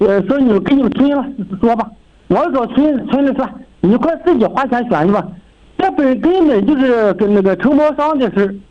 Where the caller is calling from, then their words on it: Inner Mongolia, China; 我是卡拉西旗南台子乡卡拉街村的，卡拉街村7组、5组、11组，我们3个组。